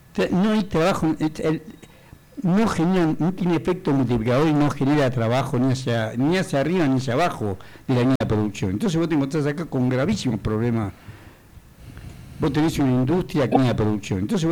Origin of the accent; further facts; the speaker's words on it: Tucumán, Argentina; born there; soy tucumano de nacimiento